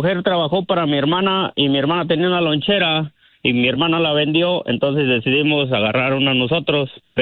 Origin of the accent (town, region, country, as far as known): Morelia, Michoacán, Mexico; moved away